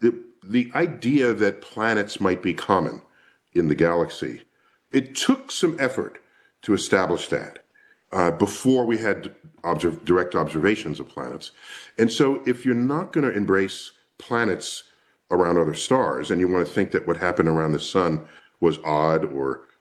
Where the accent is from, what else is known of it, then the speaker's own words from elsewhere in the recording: New York City, New York, United States; born and raised in New York City.